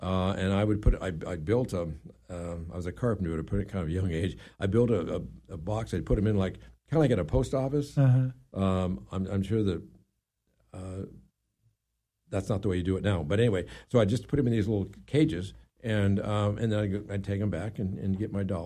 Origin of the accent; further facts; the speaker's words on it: Valdez, Alaska, United States; I loved growing up in Valdez.